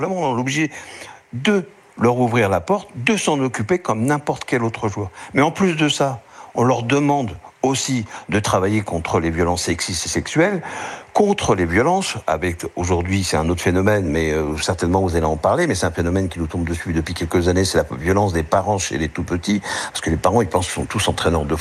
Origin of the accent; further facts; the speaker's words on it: Île-de-France, France; Chaque week-end, chez nous, en Île-de-France, ressemble à des championnats de France de jeunes.